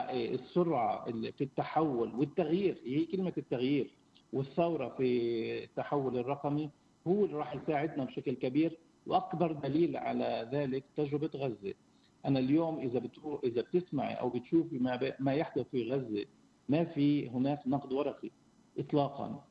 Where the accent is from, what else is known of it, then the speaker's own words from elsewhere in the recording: Palestine; عندنا بفلسطين